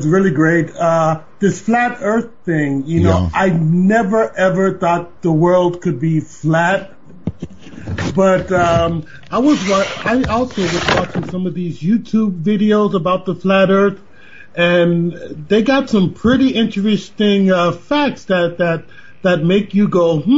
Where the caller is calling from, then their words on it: Germany; Okay, I'm calling from Germany. I'm ex-military.